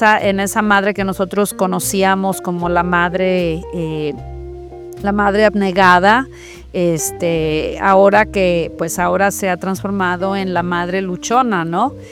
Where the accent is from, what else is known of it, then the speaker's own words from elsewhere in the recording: Mexico; moved away; Yo realmente no he visto telenovelas recientemente en estos últimos, no sé, 20 años desde que me fui de México